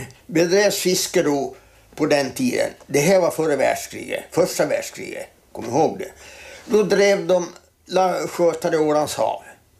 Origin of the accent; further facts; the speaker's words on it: Sweden; Jag är född på Skobholm, och då var det Uvenholme då. Men det är ju vägar överallt dit ut nu, så att det hör ju till fasta hamnen, kan man säga.